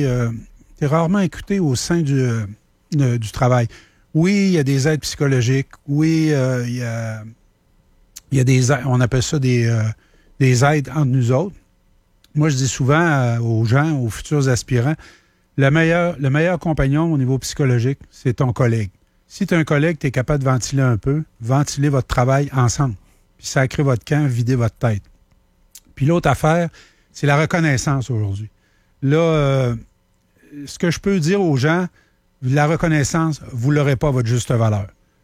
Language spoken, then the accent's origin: French; Grondines, Quebec, Canada; c'est pas loin de mon patelin à Grondines.